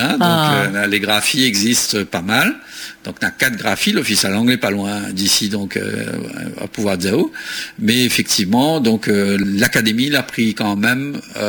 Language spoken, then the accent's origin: French; Réunion, France; accent: Réunion; nous avons l'accent qu'on nous cause français, il est normal, hein, nous sommes de la Réunion, il est normal, nous avons l'accent.